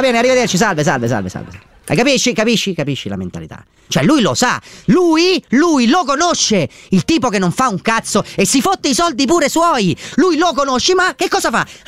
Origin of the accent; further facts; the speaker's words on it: Rome, Lazio, Italy; io sono di Roma